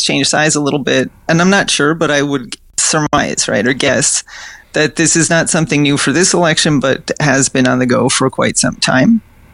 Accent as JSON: {"language": "English", "region": "Newfoundland and Labrador", "country": "Canada", "tie": "born or raised there", "said": "Growing up in Labrador, we had to read this book called The Lure of the Labrador Wild"}